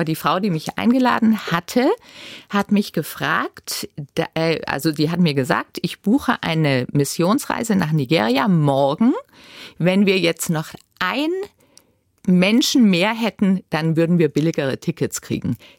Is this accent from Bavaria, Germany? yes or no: yes; Bavaria, Germany; moved away; ich bin in Bayern aufgewachsen